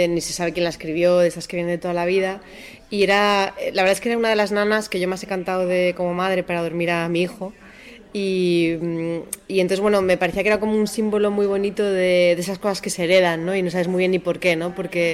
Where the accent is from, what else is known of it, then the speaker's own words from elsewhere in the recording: Basque Country, Spain; es yo soy del País Vasco y es como vasco, y sí que hay una cosa, yo creo, como vasca o muy del norte